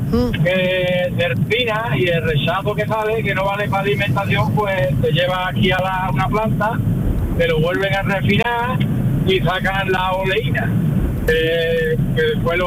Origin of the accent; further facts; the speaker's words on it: Lora del Río, Andalusia, Spain; now in La Luisiana, Spain; Yo soy nativo de Lora del Río y mi pueblo adoptivo es la Luisiana. Soy partido por la mitad.